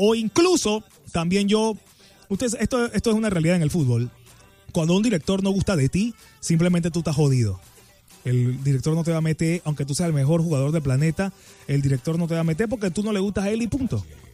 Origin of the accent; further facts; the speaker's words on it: Panama; porque somos panameños